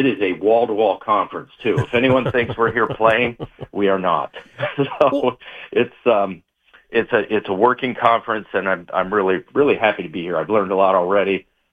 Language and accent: English; Ohio, United States; now in New Hampshire, United States; I grew up in the Midwest in Ohio